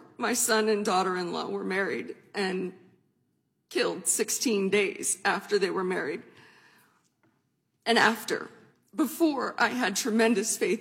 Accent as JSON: {"language": "English", "town": "Phoenix", "region": "Arizona", "country": "United States", "tie": "born there", "said": "I was born in Phoenix, Arizona, and so were all four of my children."}